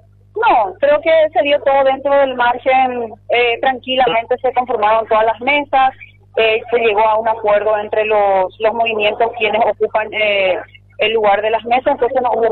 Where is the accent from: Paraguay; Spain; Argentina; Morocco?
Paraguay